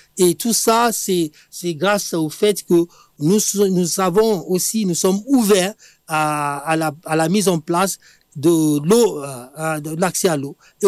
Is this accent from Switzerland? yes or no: no; Nigeria; now in Prades-le-Lez, France; Et moi, je suis originaire du Nigeria.